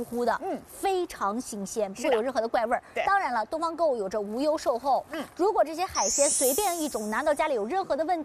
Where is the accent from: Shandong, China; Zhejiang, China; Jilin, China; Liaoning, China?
Shandong, China; Qingdao; 虽然我是一个青岛人